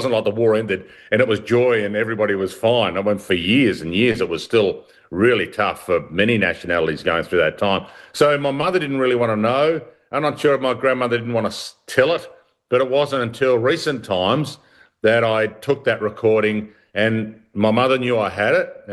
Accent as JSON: {"language": "English", "town": "Adelaide", "region": "South Australia", "country": "Australia", "tie": "born or raised there", "said": "there was such a multicultural community in Royal Park or Albert Park or down the port at the time, and it helped me grow up in a multicultural community."}